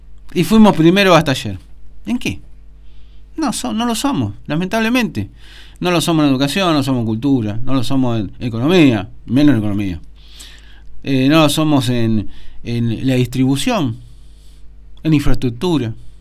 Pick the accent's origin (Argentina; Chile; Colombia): Argentina; para los que somos argentinos